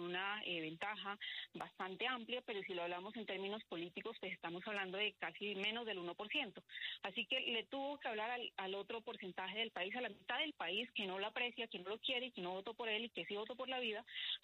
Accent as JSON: {"language": "Spanish", "region": "Putumayo", "country": "Colombia", "said": "yo vengo del departamento del Putumayo y tiene que ver con el tema de la fumigación y la protección a los territorios fronterizos."}